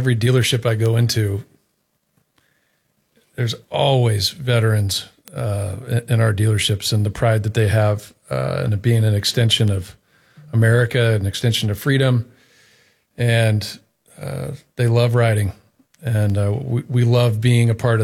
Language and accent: English; Texas, United States; moved away; I'm the son of a Bronx. While I grew up in Texas, this part of the country, you know, New York, New Jersey, is really in my blood.